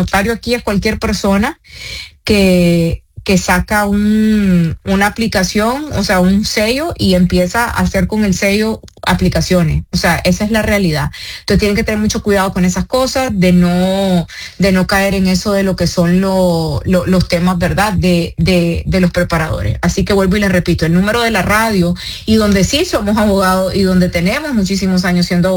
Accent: Nicaragua; moved away as an adult; now in Miami, United States; después de ciertos años de ser abogada en Nicaragua, yo me pude hacer notario. Y en mi país, en Nicaragua

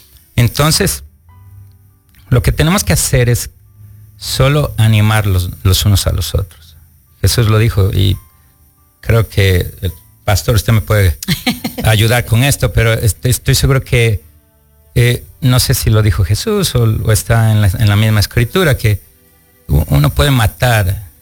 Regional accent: Mexico; now in Miami, United States; yo me crié en México

